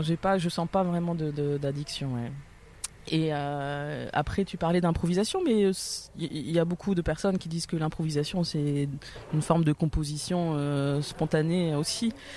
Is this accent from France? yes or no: yes; Lille, Hauts-de-France, France; là où je vis à Lille depuis toujours.